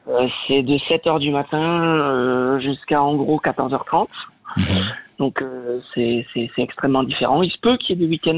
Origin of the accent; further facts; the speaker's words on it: France; Moi, je suis de nationalité française, je suis français.